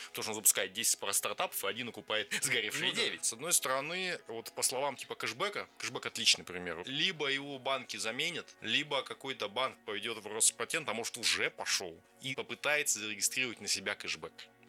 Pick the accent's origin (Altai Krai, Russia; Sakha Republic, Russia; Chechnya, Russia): Sakha Republic, Russia; Я сам родился и вырос в Якутии, да, во мне что-то якутская кровь.